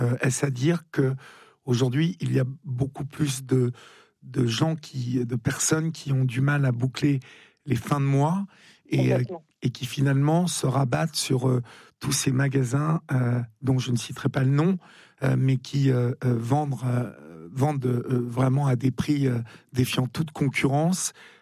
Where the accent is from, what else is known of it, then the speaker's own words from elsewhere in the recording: Évreux, Normandy, France; Je suis originaire d'Évreux, donc j'ai connu le centre-ville d'Évreux avant qu'il n'y ait ces grands malls qui se construisent autour.